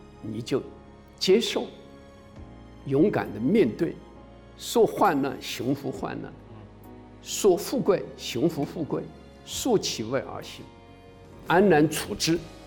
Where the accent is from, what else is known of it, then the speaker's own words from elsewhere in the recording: Hunan, China; 因为我是湖南人